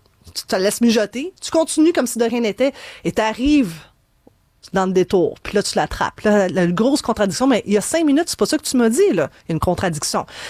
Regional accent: Morocco; Ne votez pas pour moi parce que je suis marocaine.

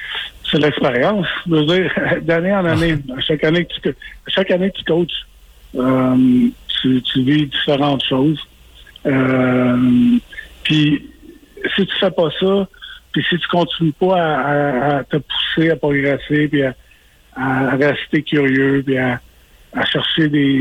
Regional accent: Quebec, Canada; étant donné que je suis Québécois, ben, je l'entends parler parce que j'ai mes amis

